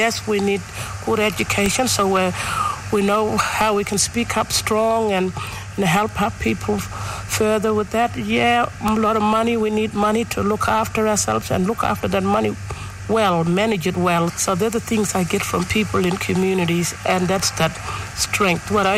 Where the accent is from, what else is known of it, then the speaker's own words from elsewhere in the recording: Tennant Creek, Northern Territory, Australia; I'm from Tennant Creek.